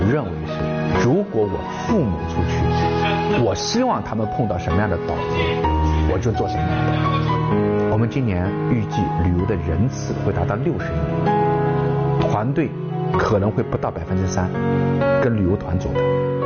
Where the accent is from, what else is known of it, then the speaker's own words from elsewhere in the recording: Wuzhen, Zhejiang, China; 因为我的家乡乌镇曾经非常落后，然而乌镇在那时候最落魄的时候，的确乌镇还是保留了很多的图书室，也有很多的电影院。我外婆家跟茅盾家很近啊，不到50米。